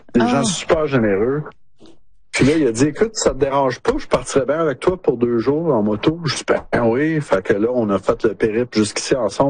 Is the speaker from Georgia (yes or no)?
no; Canada; ils m'ont demandé si je venais du Canada. Je dis ben oui